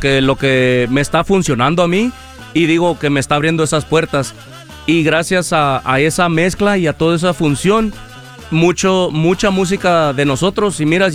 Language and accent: Spanish; Canelas, Durango, Mexico; del ranchito donde soy, de Canelas, Durango.